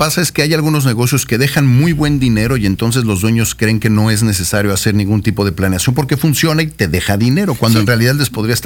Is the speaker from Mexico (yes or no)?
yes; Mexico; parte de nuestra esencia como mexicanos.